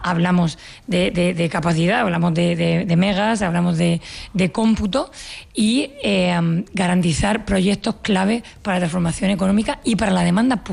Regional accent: Spain; no conseguiremos el gran objetivo que tenemos como españoles y como europeos.

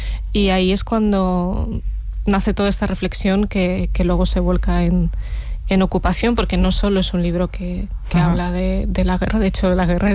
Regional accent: Los Alcázares, Region of Murcia, Spain; Yo crecí en un pueblo de Murcia llamado Los Alcázares, que está en el Mar Menor, y la biblioteca local es un sitio bastante pequeñito, pero para mí era un mundo.

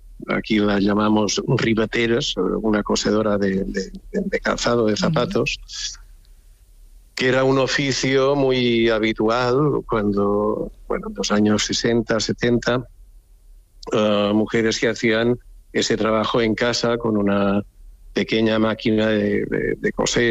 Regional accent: Balearic Islands, Spain; yo soy mallorquín, vivo aquí en Mallorca

